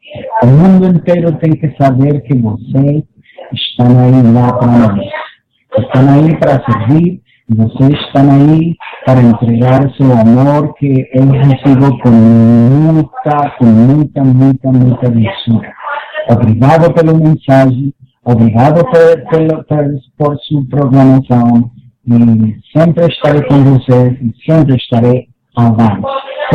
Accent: Colombia; Portuguese is a second language; now in Miami, United States; Falando desde Miami, Florida, para os ouvintes do Brasil. Eu sou colombiano, moro nos Estados Unidos

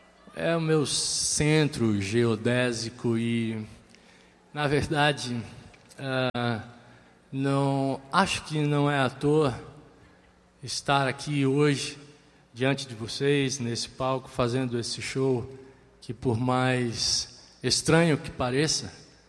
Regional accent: São Paulo, Brazil; born there; Tocar em São Paulo é sempre primordial, é o meu marco zero, a cidade onde nasci, onde moro, onde nasceram 4 dos meus filhos, é o meu centro geodésico

